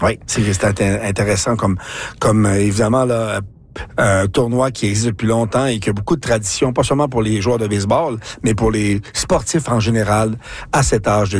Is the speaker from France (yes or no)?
no; Quebec, Canada; moved away; Mais quand je suis sorti du Québec, Les gens connaissaient très peu le handball, à part un peu au Nouveau-Brunswick, au Manitoba, ouais, et un peu là en Alberta, mais c'est pas populaire comme le Québec.